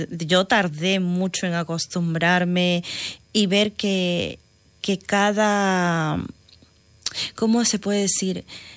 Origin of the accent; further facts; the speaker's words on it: Paraguay; Mira, yo soy me acuerdo bien claro, Paraguay, uno de Ecuador y la otra también creo que era de Ecuador. Éramos tres, cuatro latinos y el resto eran de aquí, ¿no?